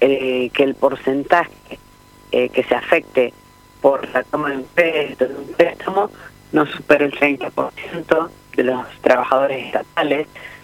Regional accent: Pergamino, Buenos Aires Province, Argentina; Yo soy de Pergamino, vivo en un barrio, el barrio Vicente López

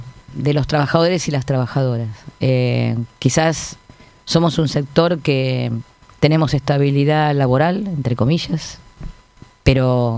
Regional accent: Castelar, Buenos Aires Province, Argentina; born there; now in La Matanza, Argentina; Soy de La Matanza, vivo en el partido de La Matanza, nací acá en Castelar

